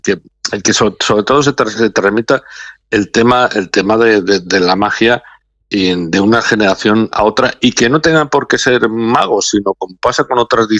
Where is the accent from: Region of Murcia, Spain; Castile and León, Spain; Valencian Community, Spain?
Castile and León, Spain; Peñaranda de Bracamonte; born there; now in Zamora, Spain